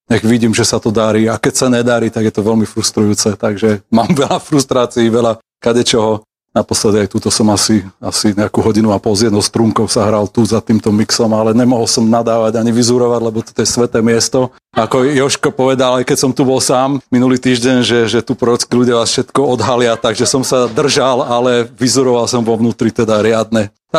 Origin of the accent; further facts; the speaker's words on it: Liptovský Hrádok, Žilina Region, Slovakia; moved away as an adult; now in Bratislava, Slovakia; keď som ako študent prišiel do Bratislavy na začiatku statier z Vašca, keď som z Liptovského hradku, tam som chodil na Gimpel, keď som sem prichádzal prvýkrát